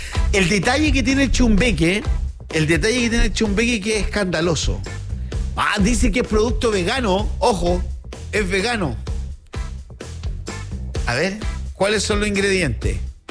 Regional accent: Iquique, Tarapacá, Chile; born there; now in Coyhaique, Chile; Del norte, no del sur. De Iquique. Es que yo nací en Iquique, ¿sabía usted? Sí, nací en Iquique. Un 20 de noviembre nació esta criatura que él le está hablando ahora. En el siglo pasado.

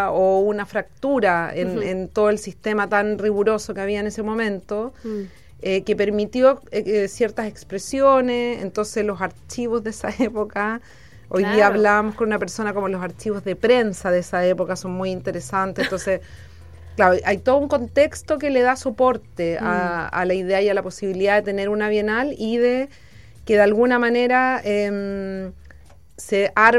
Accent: Concepción, Biobío, Chile; now in Valparaíso, Chile; yo soy de Concepción

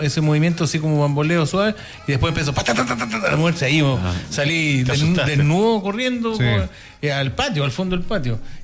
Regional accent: Chile; como chilenos, que como Chile es un país sísmico

